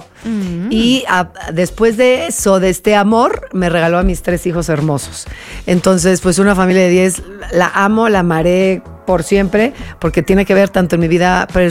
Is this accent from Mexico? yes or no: yes; Mexico; born there; also born or lived in El Salvador; No, nada más nací ahí. Mis papás, bueno, mi papá trabajaba con mi abuelo que tenía disqueras en El Salvador, ajá, en Guatemala y en Panamá, y fuimos a vivir unos cuantos años. Nací yo, otro de mis hermanos, el que sigue, y como estábamos en la guerrilla, regresamos